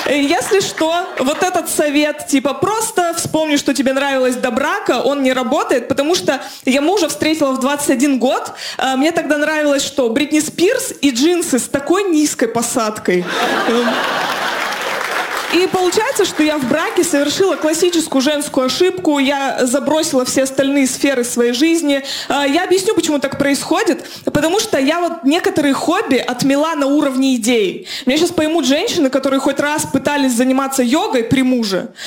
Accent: Chelyabinsk, Chelyabinsk Oblast, Russia; я из Челябинска

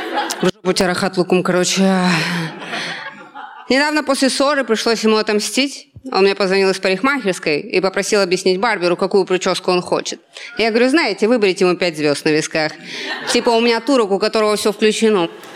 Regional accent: Kamchatka Krai, Russia; Я родом с Камчатки.

